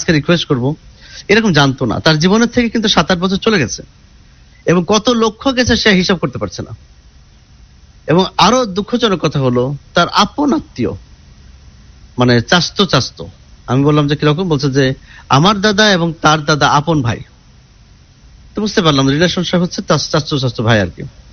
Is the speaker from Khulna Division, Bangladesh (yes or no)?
yes; Kushtia, Khulna Division, Bangladesh; আমার বাড়ি যেমন কুষ্টিয়া, তা আমি কীভাবে দেখা করবো?